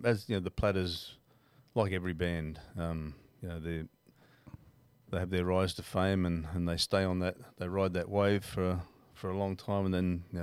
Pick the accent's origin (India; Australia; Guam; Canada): Australia; Warwick, Queensland; my hometown of Warwick, little town, a couple of hours inland from Brisbane